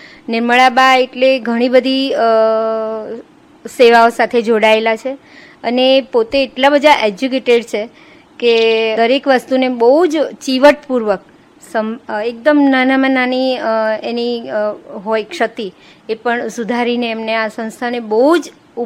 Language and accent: Gujarati; Vadodara, Gujarat, India; હું વડોદરાથી આવું છું.